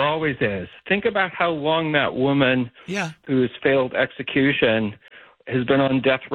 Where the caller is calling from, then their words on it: Concord, Massachusetts, United States; Concord, Massachusetts.